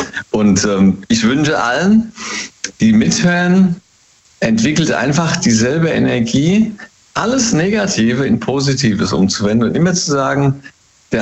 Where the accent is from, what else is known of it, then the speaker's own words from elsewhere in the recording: Hesse, Germany; Hey, aus dem Rheingau.